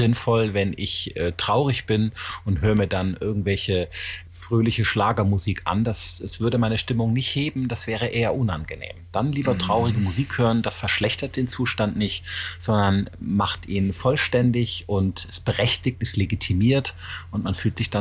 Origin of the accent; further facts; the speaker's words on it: Rhineland, Germany; Ich komme ja aus dem Rheinland.